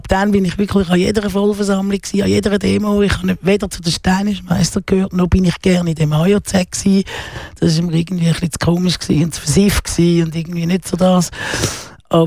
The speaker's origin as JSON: {"language": "German", "region": "Zurich", "country": "Switzerland", "said": "Das macht man in Chile und irgendwo sonst auf der Welt, aber doch nicht bei uns in Zürich vor der Haustür."}